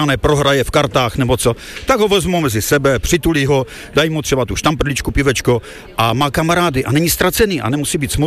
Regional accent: Ostrava, Moravian-Silesian Region, Czechia; Já jsem z Ostravy, ale začal jsem za ním jezdit do té Stonavy

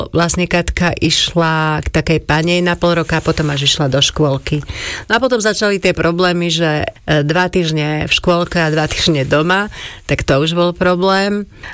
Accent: Košice, Košice Region, Slovakia; born there; my sme bývali na 7. poschodí. V Košiciach

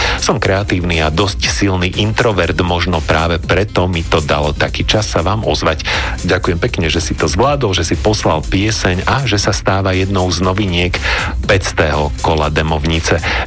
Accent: Bratislava, Bratislava Region, Slovakia; born there; now in Pezinok, Slovakia; Narodil som sa v Bratislave a bývam v Pezinku

